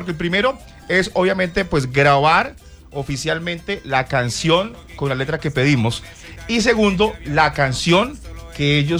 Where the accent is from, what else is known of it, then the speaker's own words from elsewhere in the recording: Colombia; de lo orgullosos que somos de ser colombianos